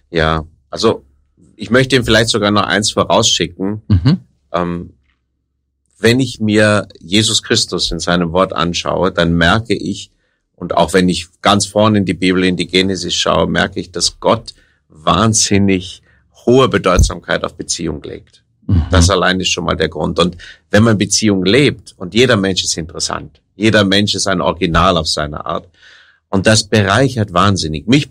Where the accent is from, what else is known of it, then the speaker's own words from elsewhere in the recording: Rhineland, Germany; Ich bin ein Rheinländer